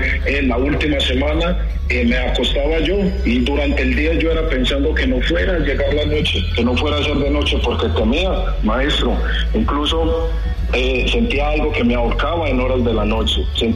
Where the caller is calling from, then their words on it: La Ceja, Antioquia, Colombia; Yo me encuentro acá en La Ceja, en este momento.